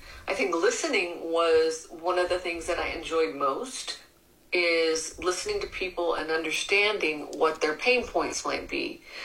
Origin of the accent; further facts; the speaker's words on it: El Paso, Texas, United States; also born or lived in Lubbock, Texas; I grew up in Lubbock, Texas, and then moved to El Paso, Texas at around 7, and then spent my time here all the way until now.